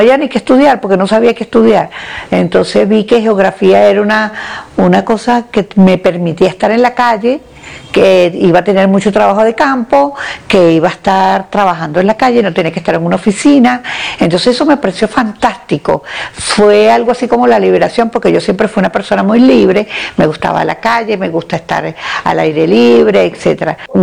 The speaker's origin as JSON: {"language": "Spanish", "town": "Caracas", "region": "Capital District", "country": "Venezuela", "tie": "born or raised there", "also_born_or_lived": "Valencia, Venezuela", "said": "yo soy una mujer urbana, yo vivo en Caracas, yo nací en Valencia, pero yo estoy en Caracas desde que tengo 6 años"}